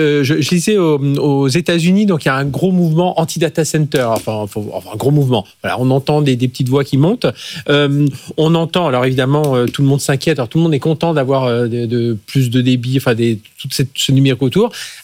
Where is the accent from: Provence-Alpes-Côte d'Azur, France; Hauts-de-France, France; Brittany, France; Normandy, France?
Brittany, France; Voilà, moi, je suis breton, on doit construire un stade de foot, je peux vous dire.